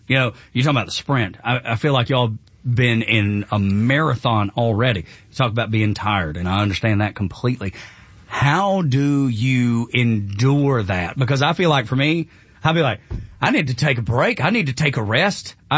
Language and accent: English; Dalton, Georgia, United States; I'm from Dalton.